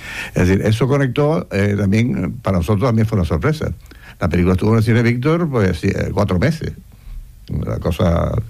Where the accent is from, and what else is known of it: Canary Islands, Spain